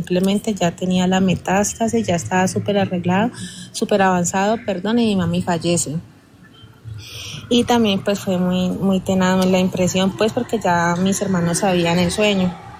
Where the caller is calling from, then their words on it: Yumbo, Valle del Cauca, Colombia; yo vivo en Yumbo